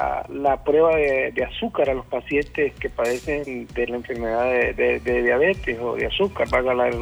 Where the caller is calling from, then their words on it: Comayagüela, Francisco Morazán, Honduras; Yo tengo 44 años y los mismos problemas que han habido, yo soy de Tegucigalpa, de Comayagüela